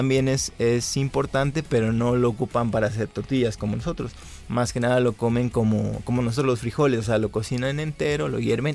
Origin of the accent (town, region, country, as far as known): Mexico